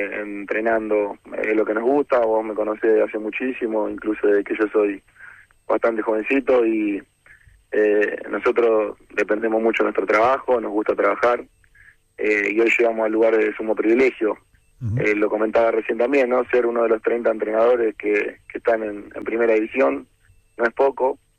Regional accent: Argentina; es algo que tenemos nosotros como argentinos

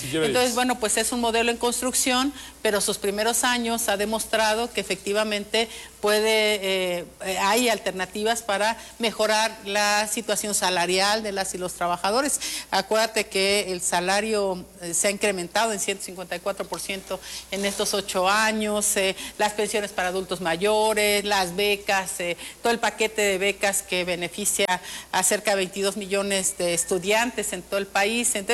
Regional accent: Michoacán, Mexico; le dedico a las mujeres de mi tierra, a las mujeres de la Tierra Caliente y la Sierra Costa de Michoacán

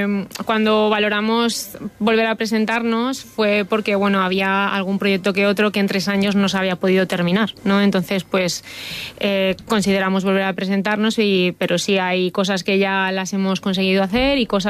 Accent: Alcoy, Valencian Community, Spain; que nosotros venimos de Alcoy, ¿vale?

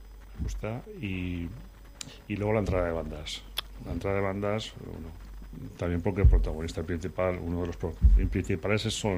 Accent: Valencia, Valencian Community, Spain; yo como me he creado soy de Valencia

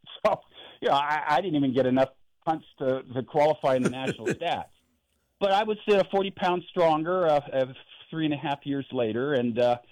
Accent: East Bay, California, United States; I grew up in Northern California, East Bay.

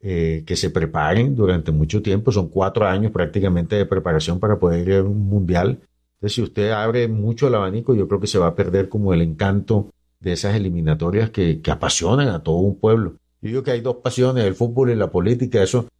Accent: Santa Marta, Magdalena, Colombia; A ver, yo soy samario.

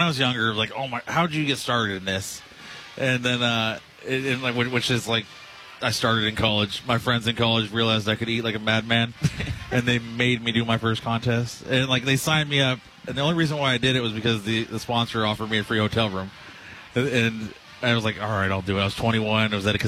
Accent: Vallejo, California, United States; also born or lived in San Jose, California; I grew up in Vallejo, California

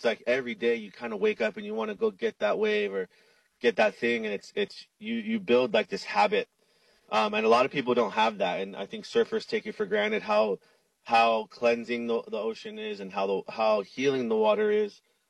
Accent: Makaha, Hawaii, United States; And that's how I learned, was from all my uncles. And growing up in Makaha

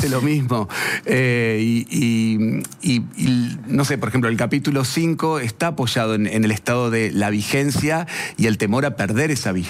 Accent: Carmen de Patagones, Buenos Aires Province, Argentina; yo soy oriundo de Carmen de Patagones.

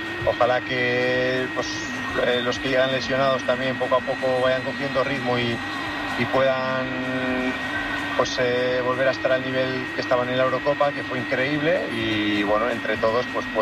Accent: La Rioja, Spain; somos los dos riojanos, el de Aro.

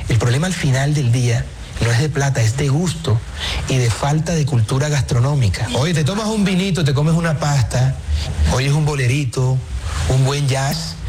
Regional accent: Caribbean coast, Colombia; also born or lived in Bogotá; Circunstancial, nací en la clínica del Country hace 40 añitos, pero soy más costeño que el carajo.

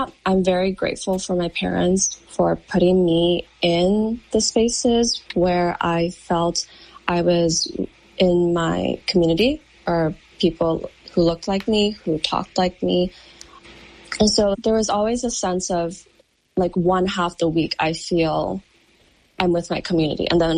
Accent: Bay Area, California, United States; I grew up in the Bay Area, and so there is a lot of Asians and Chinese Americans in, you know, living in the Bay Area, and I went to Sunday Chinese school since I was like kindergarten

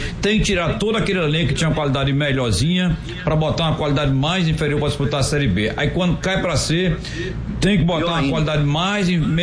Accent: Pernambuco, Brazil; Você sabe que eu sou pernambucano, né, Roberto?

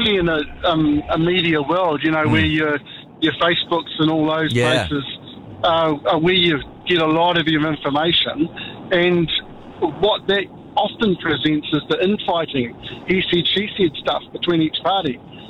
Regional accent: New Zealand; As a New Zealander, here I am, would you like this or not?

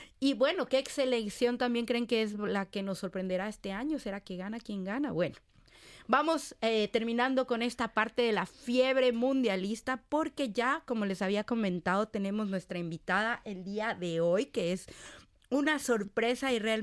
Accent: Ecuador; now in Australia

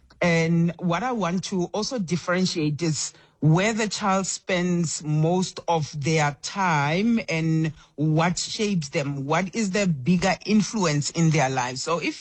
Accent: Atteridgeville, Gauteng, South Africa; first language Tsonga; because I went to a Babedi speaking school because of where we grew up in Attridgeville, and because the children knew that I was a Tsonga speaking individual

